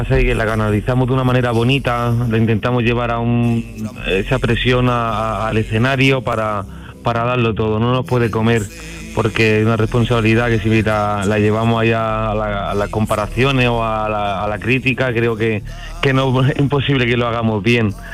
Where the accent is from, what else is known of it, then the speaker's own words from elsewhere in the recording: Granada, Andalusia, Spain; luego estaremos en el Starlight y, bueno, Generalizo en Granada, mi tierra